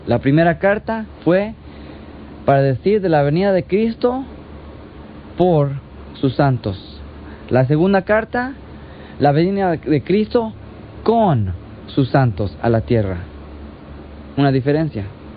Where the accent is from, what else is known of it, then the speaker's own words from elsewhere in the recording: United States; ahorita mismo estamos aquí en paz y nosotros como americanos tenemos la libertad de hacer lo que sea.